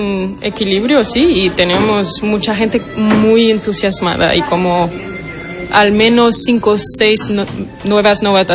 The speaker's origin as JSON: {"language": "Spanish", "country": "Portugal", "second_language": "Spanish", "said": "Gracias, sí, bueno, siendo portuguesa no es muy difícil para mí, de verdad"}